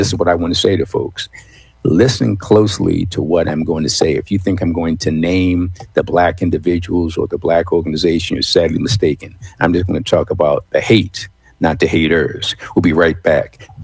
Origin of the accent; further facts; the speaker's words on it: Philadelphia, Pennsylvania, United States; when I came here back to Philly, born and raised in Philly